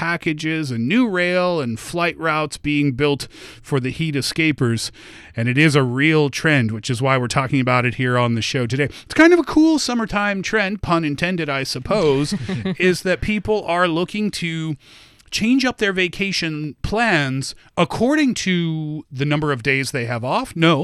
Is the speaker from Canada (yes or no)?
yes; Canada; See, I made that previous comment as a Canadian.